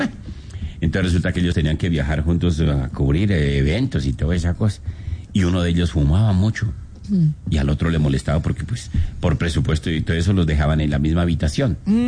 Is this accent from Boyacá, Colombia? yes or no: yes; Boyacá, Colombia; como buen gomelo boyacense